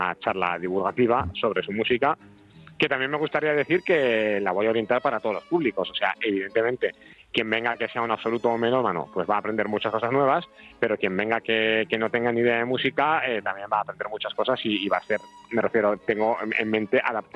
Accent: Bilbao, Basque Country, Spain; pues un poco porque como soy de Bilbao y Arriaga en Bilbao siempre ha sido la figura así más llamativa musical

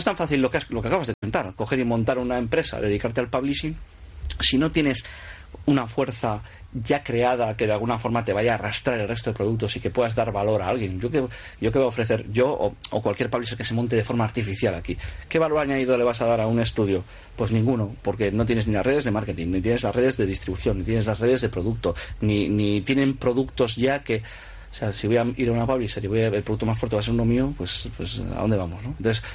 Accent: Bilbao, Basque Country, Spain; soy de Bilbao, soy así

